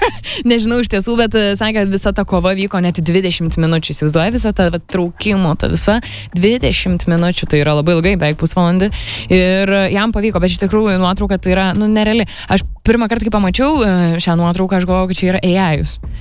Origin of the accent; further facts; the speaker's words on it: Kaunas, Kaunas County, Lithuania; mes patys esam iš Kauno.